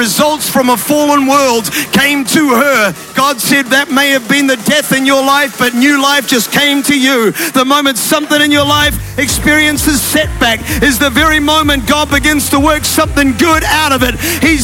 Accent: New Zealand; moved away; I grew up in New Zealand, where I'm a very small person for a New Zealand environment. People are big back there, they play rugby.

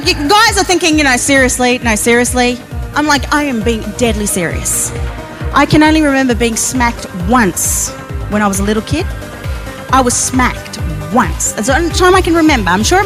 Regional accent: Australia; I'm Australian.

